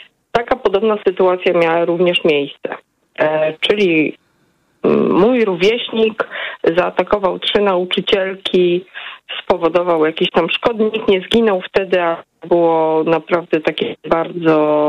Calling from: Wrocław, Lower Silesian Voivodeship, Poland; Jestem z Wrocławia.

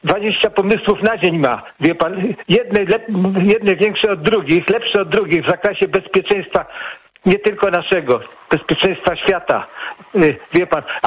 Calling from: Płock, Masovian Voivodeship, Poland; ja mieszkam w Płocku, nie mieszkam w Monteverde, czy gdzieś tam w Mar-a-Lago. Mieszkam w Polsce Centralnej

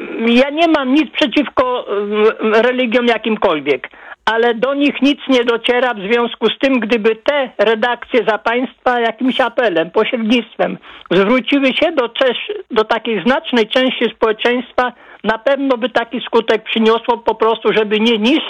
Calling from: Legionowo, Masovian Voivodeship, Poland; Ja mieszkam na osiedlu komunalnym w Legionowie. W momencie zamieszkania 30 parę lat temu na tym osiedlu było ponad 300 pięknych, dużych drzew. W tej chwili zostało ich około 40.

